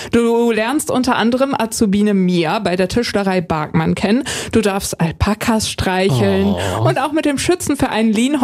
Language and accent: German; Dortmund, North Rhine-Westphalia, Germany; moved away; ursprünglich komme ich aus Dortmund, ne? Mhm. Ich bin Stadtkind.